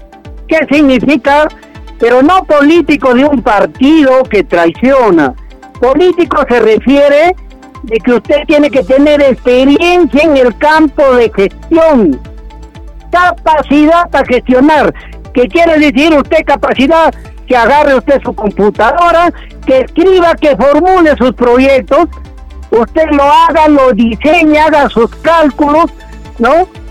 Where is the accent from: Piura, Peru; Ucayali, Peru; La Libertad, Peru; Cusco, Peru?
La Libertad, Peru; Carabamba; nosotros los carabambinos